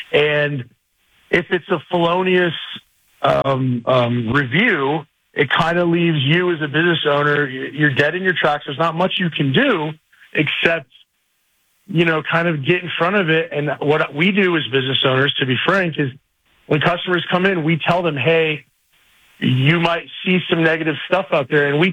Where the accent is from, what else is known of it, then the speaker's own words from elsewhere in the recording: New York, United States; moved away; We're from New York